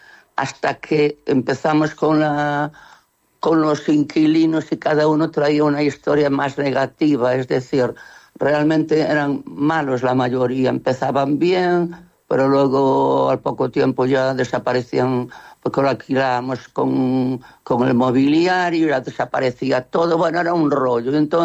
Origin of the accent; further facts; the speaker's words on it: Betanzos, Galicia, Spain; born there; also born or lived in Coirós; Realmente era mi pueblo. Coirós también, pero bueno, Betanzos era más interesante. Y estuve 10 años en Betanzos, fíjate.